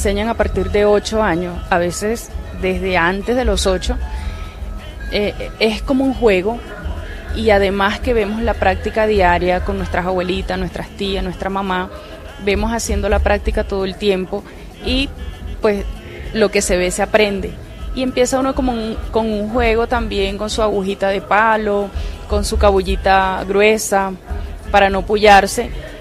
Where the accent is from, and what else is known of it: Colombia; first language Arhuaco; Spanish is a second language